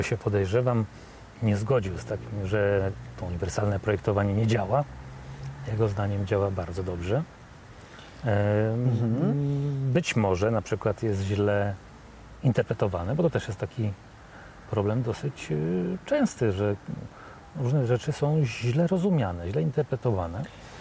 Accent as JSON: {"language": "Polish", "town": "Warsaw", "region": "Masovian Voivodeship", "country": "Poland", "said": "jestem z Warszawy"}